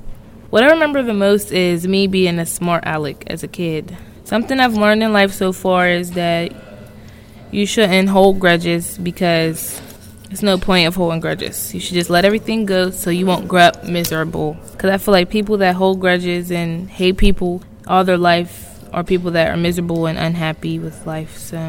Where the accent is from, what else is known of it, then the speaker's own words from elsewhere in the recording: Pittsburgh, Pennsylvania, United States; I grew up on the east side in Homewood. It wasn't really a nice neighborhood, but it was a neighborhood. Back in the day, it wasn't as bad as it looks now, but it's still the same.